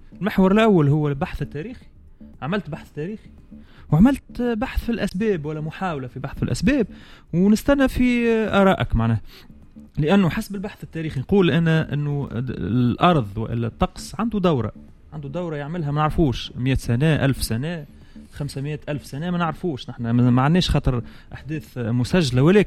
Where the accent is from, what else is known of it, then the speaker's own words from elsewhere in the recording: Tunisia; أنا معناها نتمنى أنه يكون عندنا في تونس وثيقة تجمع بين البحث التاريخي والبحث في المسببات والأسباب،